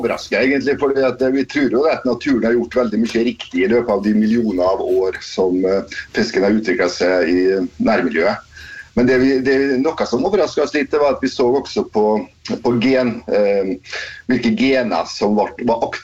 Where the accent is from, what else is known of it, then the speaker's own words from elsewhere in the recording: Møre og Romsdal, Norway; moved away; det var hjemme på Averøya